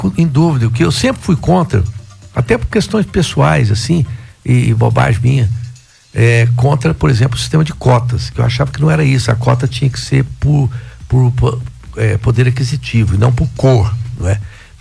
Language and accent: Portuguese; Rio Verde, Goiás, Brazil; É porque eu sou lá de Rio Verde, né?